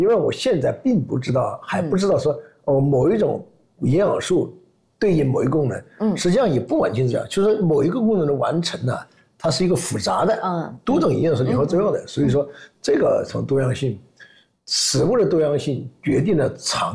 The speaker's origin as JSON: {"language": "Chinese", "country": "China", "said": "我们中国人有意识吃点西方的产品"}